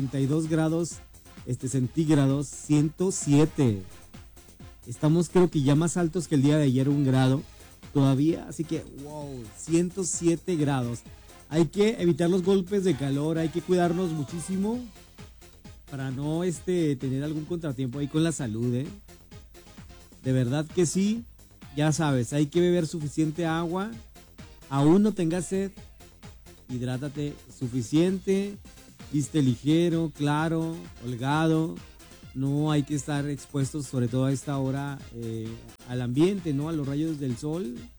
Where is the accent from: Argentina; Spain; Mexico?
Mexico; cómo somos los mexicanos